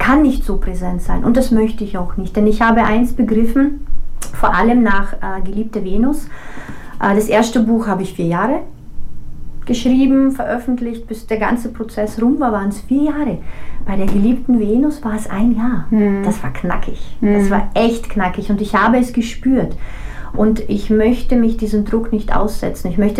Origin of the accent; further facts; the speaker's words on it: Russia; moved away; Viele wissen nicht, dass ich gebürtige Russin bin.